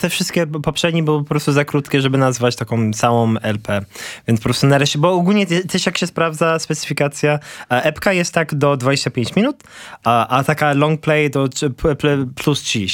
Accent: London, United Kingdom; moved away; urodziłem się niedaleko, wychowałem się tam w Londynie i właśnie Islington był mój bar. I tam mieszkałem przez większość czasu, jak mieszkałem w Anglii.

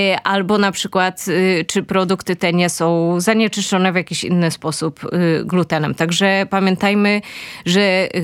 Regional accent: Toruń, Kuyavian-Pomeranian Voivodeship, Poland; i ja pochodzę z Torunia

